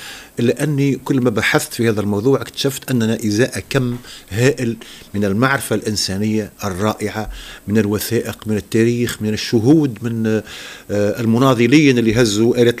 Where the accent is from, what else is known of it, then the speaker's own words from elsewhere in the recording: Tunisia; تعنينا بشكل محلي كتونسيين